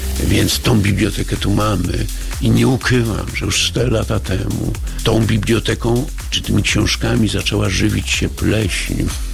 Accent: Sopot, Pomeranian Voivodeship, Poland; Ponieważ jestem z Sopotu

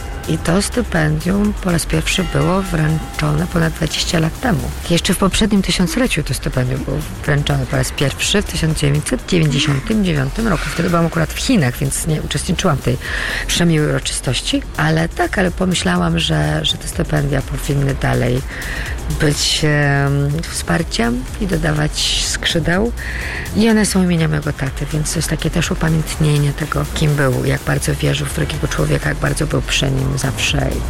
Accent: Poznań, Greater Poland Voivodeship, Poland; moved away as an adult; Ja jestem poznanianką z urodzenia. Spędziłam tu pierwsze, z moimi przerwami, 30 lat swojego życia. Przyjechałam tu urodzić dzieci, chociaż już wtedy w Poznaniu nie mieszkałam, bo chciałam, żeby moje dzieci były z Poznania. No i to miasto mi zdecydowanie płynie we krwi.

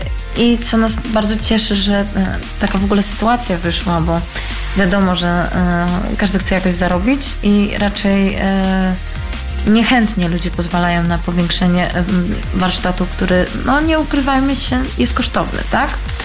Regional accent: Lisewo Kościelne parish, Kuyavian-Pomeranian Voivodeship, Poland; Ja pochodzę z gminy Złotniki Kujawskie, parafia w Lisowie Kościelnym.

